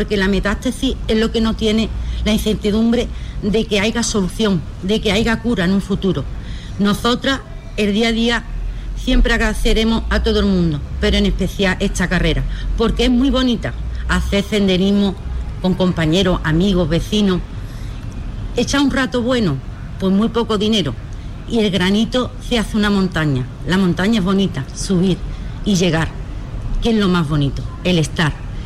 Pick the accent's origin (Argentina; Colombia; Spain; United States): Spain; Arcos de la Frontera, Andalusia